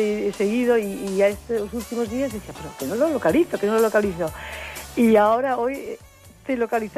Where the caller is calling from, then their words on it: Barcelona, Catalonia, Spain; te llamo desde Guinardó, Barcelona.